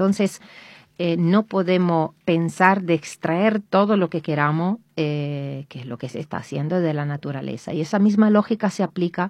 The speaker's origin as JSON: {"language": "Spanish", "country": "Spain", "said": "desde luego que venimos de España"}